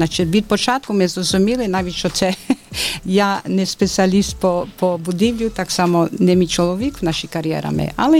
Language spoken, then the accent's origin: Ukrainian; Geneva, Switzerland; Ukrainian is a second language; moved away as an adult; now in Ivano-Frankivsk, Ukraine; Це я з Женева, Швейцарія. Це так само невелике, дуже знане, але невелике місто.